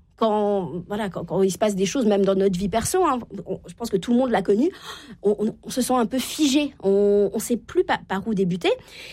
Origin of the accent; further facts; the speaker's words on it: Normandy, France; Moi, je viens de la Normandie. Uber Eats n'est pas arrivé partout en France.